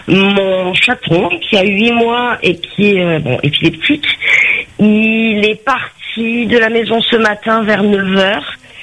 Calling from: Saint-Denis, Réunion; je suis à la Providence, mm-hmm. à Saint-Denis

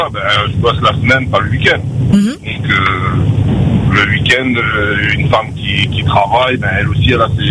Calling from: Auvergne-Rhône-Alpes, France; comme je suis à côté de Lyon.

